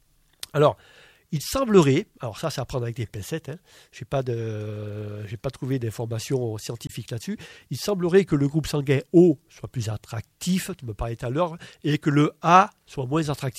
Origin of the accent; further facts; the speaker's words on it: Provence-Alpes-Côte d'Azur, France; je suis provençal